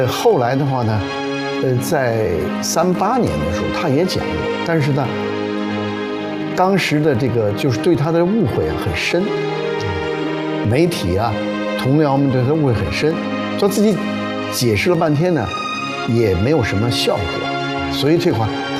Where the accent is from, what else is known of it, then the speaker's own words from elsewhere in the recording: Shandong, China; 我的姥姥，我们山东人她叫老娘。